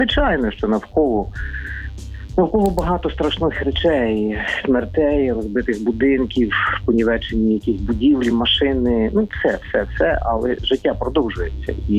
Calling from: Odesa, Odesa Oblast, Ukraine; місто Одеса.

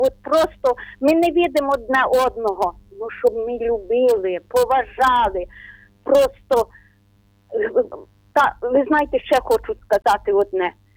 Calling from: Ternopil Oblast, Ukraine; ми з України. Тернопільщина.

